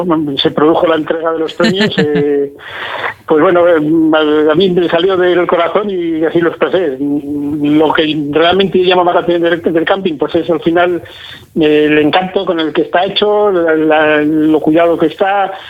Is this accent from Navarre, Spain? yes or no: no; Pradoluengo, Castile and León, Spain; Somos de aquí, de Pueblo Natal, somos de Natales de Pradoluengo